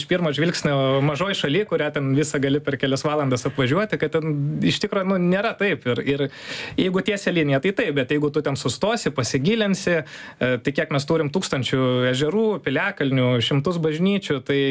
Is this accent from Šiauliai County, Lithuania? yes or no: no; Panevėžys, Panevėžys County, Lithuania; moved away as an adult; Tai aš pats esu iš Aukštaitijos sostinės, iš Panevėžio, ten gimiau, augau ir praleidau 19 metų.